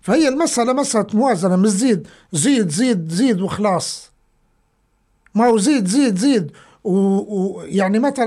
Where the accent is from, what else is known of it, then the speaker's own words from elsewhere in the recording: Libya; هو ليبي واني ليبي اعطيني زيه